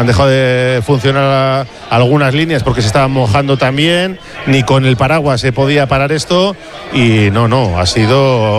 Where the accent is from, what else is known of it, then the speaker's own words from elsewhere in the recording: Bilbao, Basque Country, Spain; somos de Bilbao y estamos acostumbrados a la lluvia